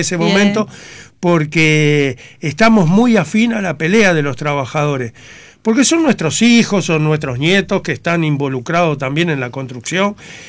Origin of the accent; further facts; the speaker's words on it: Canelones, Uruguay; yo soy de Canelones